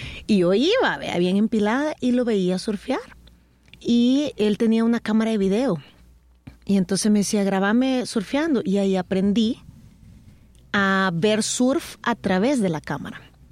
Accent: Santa Tecla, La Libertad, El Salvador; born there; moved away as an adult; now in Playa El Zonte, El Salvador; Yo nací en Santa Tecla, soy de La Libertad, del departamento de La Libertad, pero no en la costa.

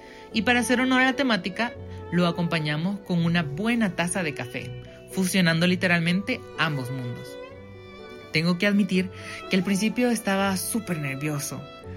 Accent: El Salvador; soy el primer salvadoreño y el primer latinoamericano que tenían como invitado extranjero en este espacio.

